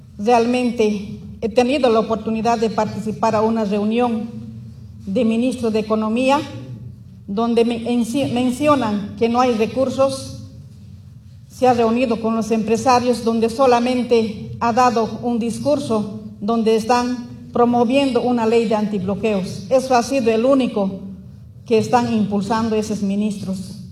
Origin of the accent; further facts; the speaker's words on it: Cochabamba, Bolivia; Como organizaciones sociales, como pueblo boliviano, cuanto más difícil las cosas, más unidad debe haber, compañeros, en nuestros municipios, también como departamento de Cochabamba.